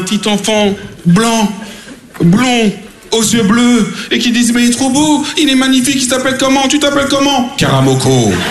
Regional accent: Gennevilliers, Île-de-France, France; born there; Je suis un blanc. Je suis né à Gennevilliers, je cours pas vite. Voilà, je... Je cours pas vite parce qu'à Gennevilliers, il n'y a pas de lion. Ah mais c'est vrai, je suis français

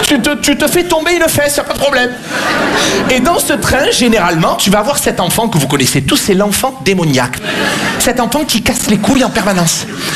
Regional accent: Marseille, Provence-Alpes-Côte d'Azur, France; j'ai grandi à Marseille.

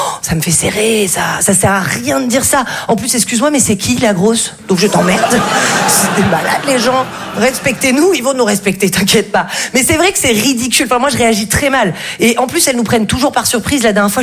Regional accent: Val-de-Blore, Provence-Alpes-Côte d'Azur, France; moi je viens d'un tout petit village qui s'appelle Val-de-Blore, c'est sublime

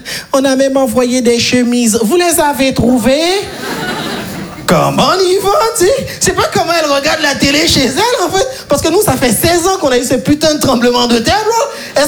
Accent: Haiti; now in Paris, France; Je suis très fier, en tant qu'Haïtien, de vivre à Paris, ok?

